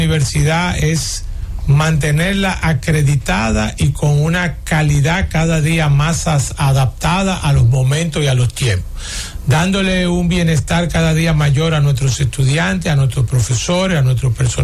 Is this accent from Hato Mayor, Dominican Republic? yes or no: no; Santo Domingo, Distrito Nacional, Dominican Republic; Claro, la acera pertenecía a San Carlos, pero sí, yo me crié en San Lázaro. Avenida Mella.